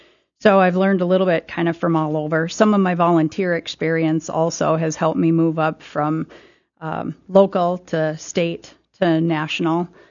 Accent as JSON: {"language": "English", "town": "Wahpeton", "region": "North Dakota", "country": "United States", "said": "Well, I'm originally from Wahpeton. I came here straight out of college and did more college"}